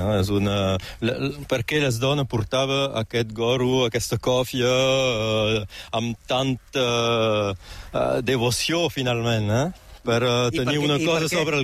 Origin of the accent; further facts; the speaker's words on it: Perpignan, Occitania, France; born there; Catalan is a second language; De néixer a Perpinyà me semblava natural